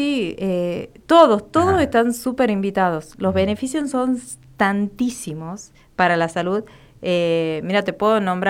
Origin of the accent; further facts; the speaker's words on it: Tucumán, Argentina; moved away as an adult; now in Catamarca, Argentina; Yo hace poquito que estoy acá viviendo en Catamarca, soy de Tucumán.